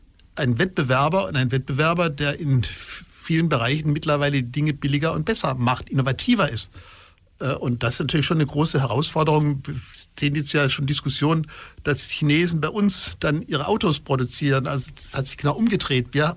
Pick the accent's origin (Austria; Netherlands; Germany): Germany; Baden-Württemberg